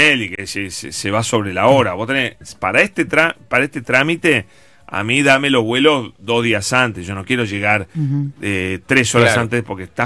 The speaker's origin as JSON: {"language": "Spanish", "town": "Berisso", "region": "Buenos Aires Province", "country": "Argentina", "said": "Soy de Berizo."}